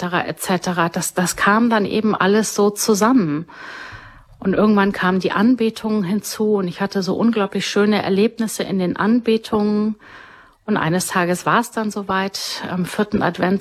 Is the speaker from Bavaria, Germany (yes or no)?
yes; Bavaria, Germany; moved away as an adult; also born or lived in United States; now in Rhineland, Germany; berufsbedingt durch meinen Mann, kamen hier ins Rheinland. Das war mir als Bayer irgendwie alles ganz fremd.